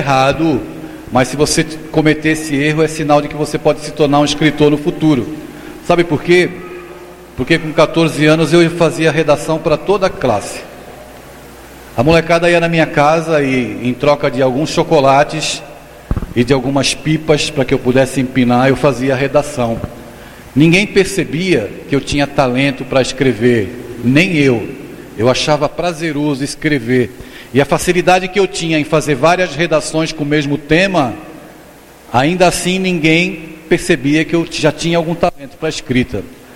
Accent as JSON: {"language": "Portuguese", "town": "Guarujá", "region": "São Paulo", "country": "Brazil", "said": "lá da minha cidade, no Guarujá, no litoral. Uma cidade linda, vocês estão convidados a conhecer, porque tem praias belíssimas lá, né? Muita praia no Guarujá, ali do lado de Santos."}